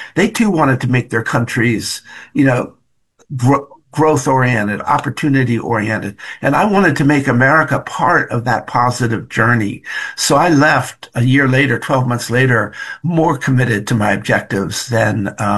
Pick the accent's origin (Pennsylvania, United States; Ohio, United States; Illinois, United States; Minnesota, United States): Pennsylvania, United States; Philadelphia; the Eagles, I'm from Philly, exactly.